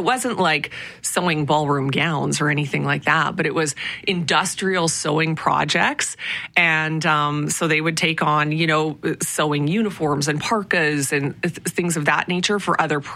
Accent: Prince Albert, Saskatchewan, Canada; But yeah, growing up in Prince Albert, Saskatchewan, and then high school was really where it was a pivotal moment that pointed me in the direction of broadcasting because of a teacher.

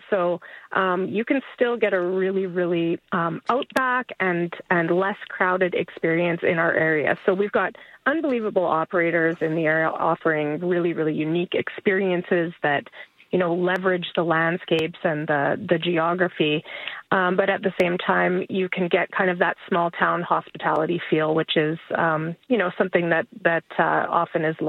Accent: Alberta, Canada; I grew up in Alberta and spent a lot of time sort of, you know, in the Banff, Jaspers and, you know, the more northerly parts of the province.

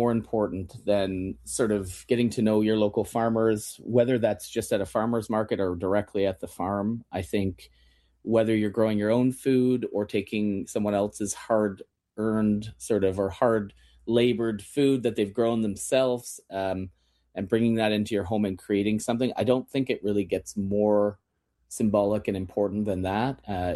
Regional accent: Kitchener, Ontario, Canada; I grew up in Kitchener

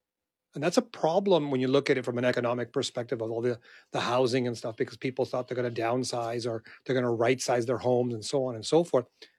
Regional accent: Canada; As a Canadian, I want everybody to have access to healthcare.

